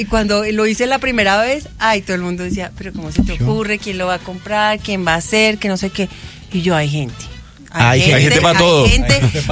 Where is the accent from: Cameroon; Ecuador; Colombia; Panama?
Panama; O sea, no, pues me toca que me devuelvan porque yo soy de Panamá.